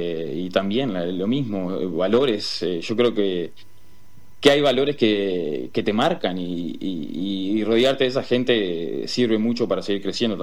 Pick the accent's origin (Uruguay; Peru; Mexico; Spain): Uruguay; Juan Lacaze, Colonia; moved away as an adult; also born or lived in Montevideo, Uruguay; now in California, United States; nací en Juan Lacase y me crié en Juan Lacase, y de Juan Lacase a Montevideo, si bien hay una distancia, pero también es bastante cercana